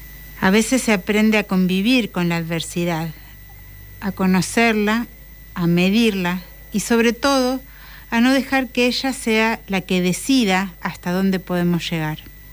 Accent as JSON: {"language": "Spanish", "region": "Patagonia", "country": "Argentina", "said": "soy cantora de la Patagonia."}